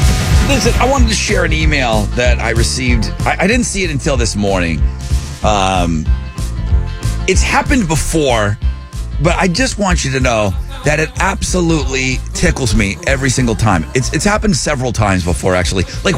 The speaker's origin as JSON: {"language": "English", "town": "North Tonawanda", "region": "New York", "country": "United States", "tie": "born or raised there", "moved": "yes", "said": "My hometown of North Tonawanda."}